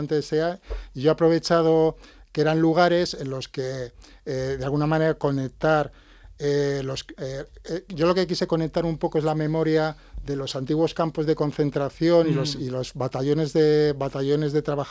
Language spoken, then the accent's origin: Spanish; Madrid, Community of Madrid, Spain; born there; also born or lived in Camariñas, Galicia; mi padre es de la zona de Camariñas. Yo no soy gallego, yo nací en Madrid